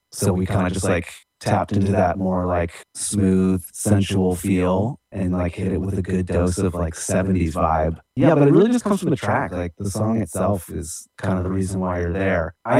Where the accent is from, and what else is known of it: Pennsylvania, United States; born or raised there